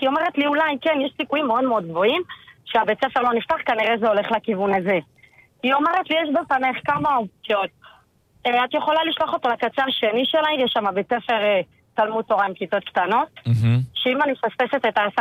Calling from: Beit Shemesh, Jerusalem District, Israel

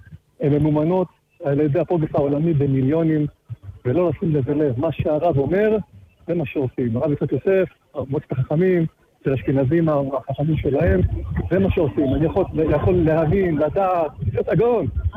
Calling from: Petah Tikva, Central District, Israel; פתח תקווה.

